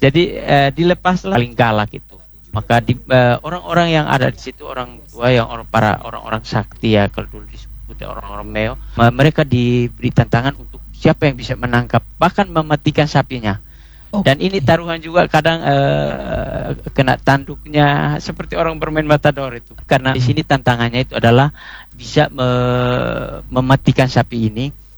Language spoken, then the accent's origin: Indonesian; East Nusa Tenggara, Indonesia; istilah kami orang Atoni itu disebut dengan bunuh banu talas